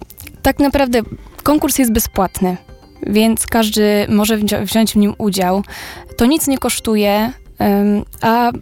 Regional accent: Masovian Voivodeship, Poland; Jako, że wywodzę się właśnie z Kurpi, to zebrałabym ją tam na swoje tereny.

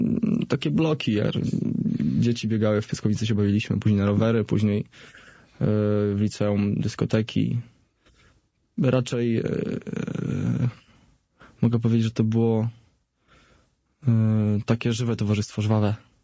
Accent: Łosice, Masovian Voivodeship, Poland; Ja pochodzę z małego miasteczka na wschodzie Polski, nazywa się Łosice. I tam były tylko 2 podstawówki i 1 liceum.

